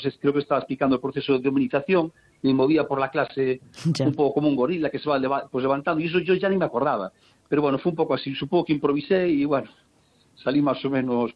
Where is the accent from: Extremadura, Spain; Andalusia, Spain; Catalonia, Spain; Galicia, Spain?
Galicia, Spain; Lugo; born there; Sí, yo nací en Lugo, sí, sí.